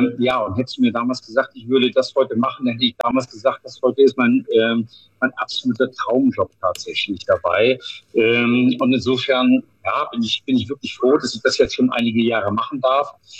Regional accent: Northern Germany, Germany; now in Bavaria, Germany; wenn man als Norddeutscher nach Bayern kommt, dann sagen sie nicht alle, ach super, endlich mal ein Norddeutscher hier.

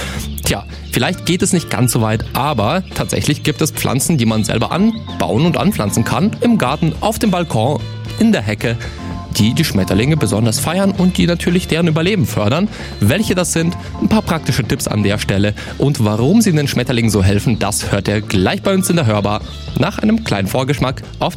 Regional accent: Russia; moved away; Ich komme aus Russland und als ich das letzte Mal 2020 bei meiner Familie dort zu Besuch war, die leben Richtung Sibirien

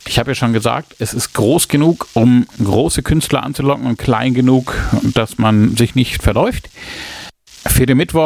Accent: Erlangen, Bavaria, Germany; als Franke, als Erlanger

